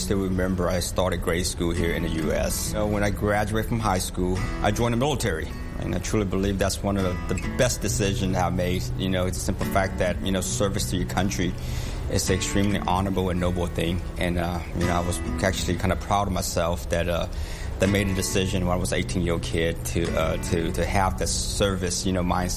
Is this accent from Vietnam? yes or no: yes; Vietnam; born there; first language Cantonese; English is a second language; moved away; even in my household, we speak Chinese, Cantonese. So it's a safe assumption I was born in Vietnam. But there was a time in the early 80s. I remember, you know, my parents kind of told us that we have to flee the country.